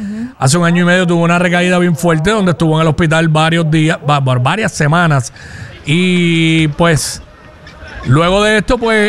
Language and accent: Spanish; Cabo Rojo, Puerto Rico; soy del área suroeste, específicamente de Cabo Rojo, que todos sabemos que los que somos de Cabo Rojo